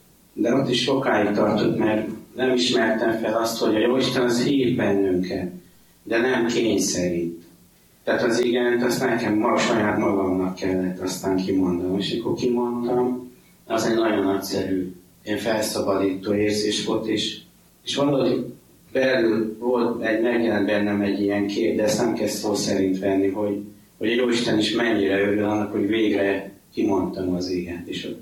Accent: Györköny, Tolna, Hungary; born or raised there; also born or lived in Baks

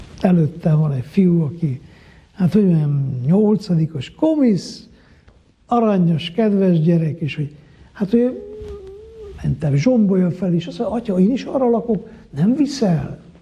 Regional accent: Miercurea Ciuc, Harghita, Romania; born or raised there

